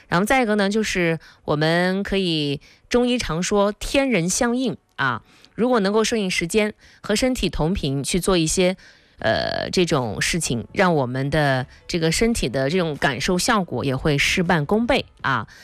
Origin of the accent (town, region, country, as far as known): Jinan, Shandong, China